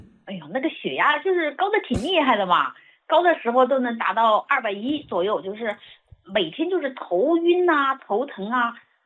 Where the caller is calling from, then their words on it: Fujian, China; 哎，林老师，我是福建的听众哈。